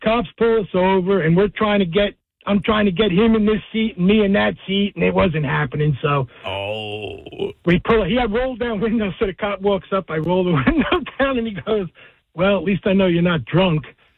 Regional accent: Kenilworth, New Jersey, United States; I grew up in Kenilworth

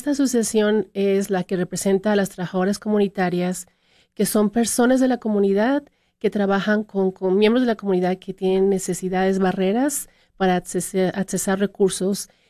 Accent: State of Mexico, Mexico; born there; Mexicana. Soy nacida en el Estado de México, pero viví en varios estados.

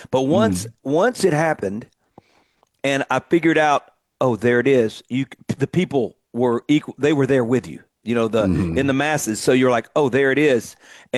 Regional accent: Mississippi, United States; And I think that growing up in Mississippi, you mentioned choir, you mentioned church, you mentioned, clubs, you mentioned frat houses. I mean, we talk about all these places where we ended up growing up playing around, juke joints and all that.

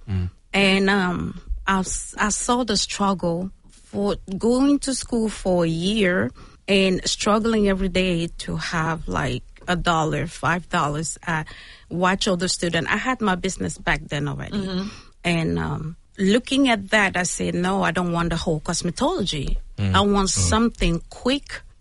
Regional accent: Cameroon; Originally from Cameroon, Central Africa.

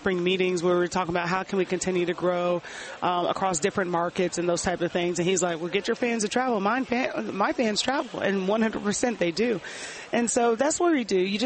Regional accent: Fort Knox, Kentucky, United States; born there; I shared with you, I was born in Fort Knox. I'm a military brat.

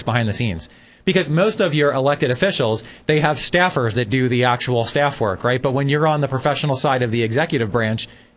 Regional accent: Philadelphia, Pennsylvania, United States; moved away as an adult; now in Carpinteria, United States; I grew up in the Philadelphia area. I grew up a lower income kid.

